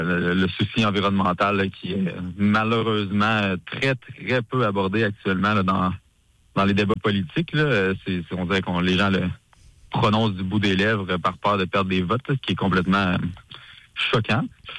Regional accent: Quebec, Canada; moi je viens de l'Abitibi

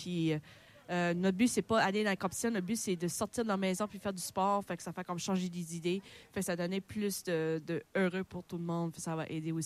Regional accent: Inkerman, New Brunswick, Canada; j'ai 34 ans, je viens d'Inkerman au Nouveau-Brunswick.

